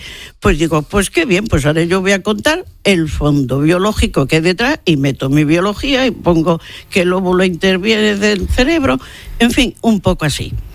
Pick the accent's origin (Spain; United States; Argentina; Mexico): Spain; Andalusia